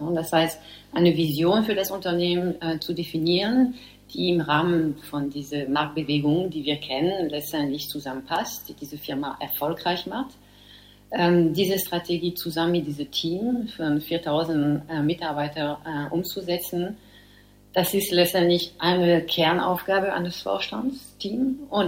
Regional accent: France; German is a second language; moved away as an adult; now in Hannover, Germany; bin ich eine deutsch-französische Frau, muss man einfach so sagen. Nach 25 Jahren in Deutschland lebe ich länger in Deutschland, als ich in Frankreich gelebt bin.

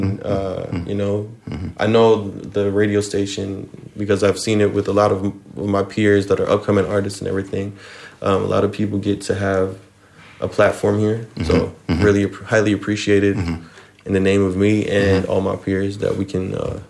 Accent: Mainz, Rhineland-Palatinate, Germany; now in Frankfurt, Germany; I grew up in Mainz.

